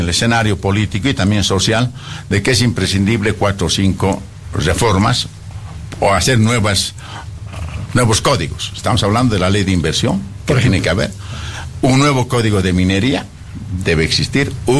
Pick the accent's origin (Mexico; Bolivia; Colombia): Bolivia